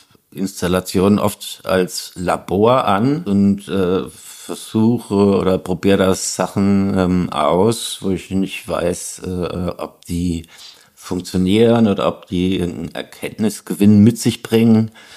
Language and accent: German; Hesse, Germany; Naja, bei uns gab's halt dieses Kernkraftwerk Biblis in der Nähe, wo ich aufgewachsen bin.